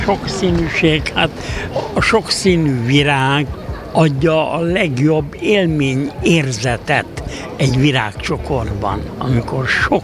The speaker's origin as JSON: {"language": "Hungarian", "country": "Hungary", "tie": "born or raised there", "said": "Én ebbe a hazába születtem, ebbe a hazába nőttem fel. A cigány embernek a társa a magyar ember."}